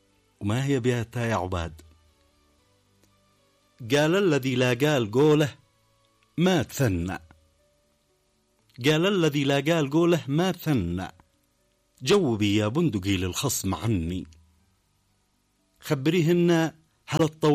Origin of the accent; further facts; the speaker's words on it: Yemen; وهنا أرمي بسؤال يواكب بدايات هذا العدوان على بلادنا اليمن قبل 12 عاما